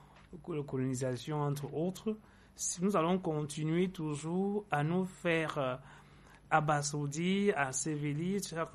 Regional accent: Yaoundé, Centre, Cameroon; ma commune, celle de Yaoundé 4e

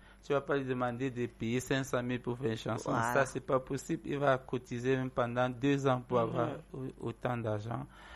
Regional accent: Cameroon; ici chez nous au Cameroun

